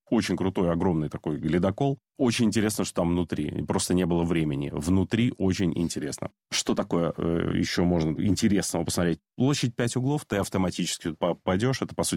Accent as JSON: {"language": "Russian", "town": "Novy Urengoy", "region": "Yamalo-Nenets Autonomous Okrug", "country": "Russia", "tie": "born or raised there", "said": "Слушай, я вырос в Ямало-Ненецком автономном округе, в городе Новый Уренгой"}